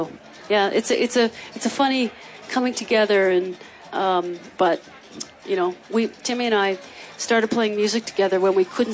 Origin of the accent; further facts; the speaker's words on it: Ontario, Canada; I grew up in Ontario, and my parents, I come from a big family, 11 children, and we all play music.